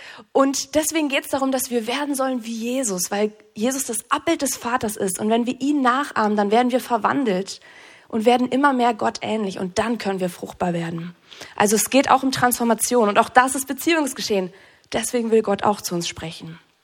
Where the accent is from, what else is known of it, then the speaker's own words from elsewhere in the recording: North Rhine-Westphalia, Germany; Ich komme aus NRW.